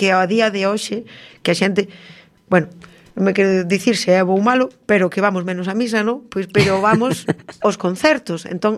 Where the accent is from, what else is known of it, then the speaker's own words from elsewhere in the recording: Bueu, Galicia, Spain; É que claro, son de Bueu, que vou facer?